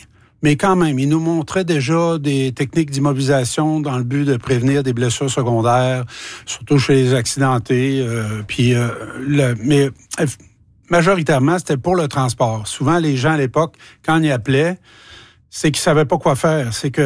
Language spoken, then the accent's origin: French; Quebec, Canada; Il y a 45 ans, on parle de 1981. J'habitais la Côte-Nord. Je suis originaire de la Côte-Nord et c'était plutôt difficile.